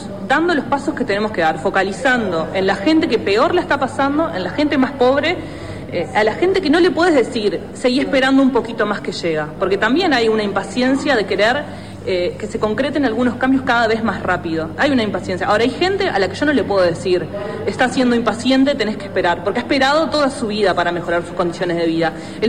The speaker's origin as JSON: {"language": "Spanish", "country": "Uruguay"}